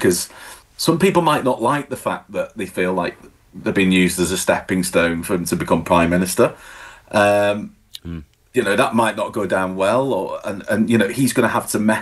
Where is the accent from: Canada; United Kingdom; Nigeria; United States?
United Kingdom; St Helens, North West England; I'm from St Helens, that's where I grew up, which is kind of next door.